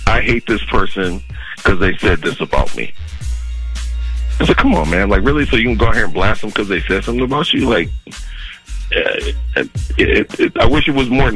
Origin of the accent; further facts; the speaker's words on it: Minnesota, United States; I'm from Minnesota. I know how we are.